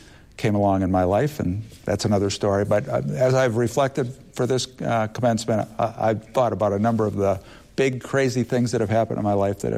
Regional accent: Menominee, Michigan, United States; now in Cincinnati, United States; I not only did I graduate from Menominee High School, but I was raised there. And when people say to me, where are you from? I say Menominee.

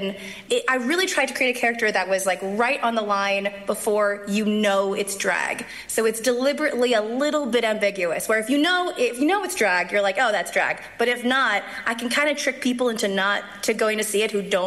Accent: Canada; And I'm Canadian, so it's even worse.

